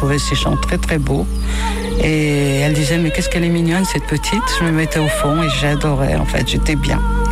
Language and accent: French; Saint-Étienne, Auvergne-Rhône-Alpes, France; born there; Je suis née à Saint-Étienne. Je suis d'origine musulmane, mes parents musulmans. Mon père est né au Yémen.